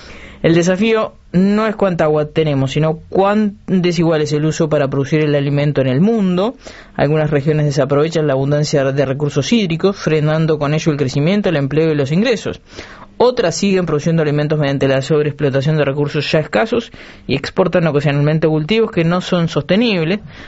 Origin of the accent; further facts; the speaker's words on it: Uruguay; somos uruguayos.